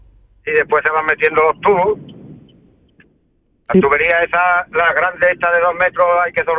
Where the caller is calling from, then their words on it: El Garrobo, Andalusia, Spain; saliendo de mi pueblo, del Garrobo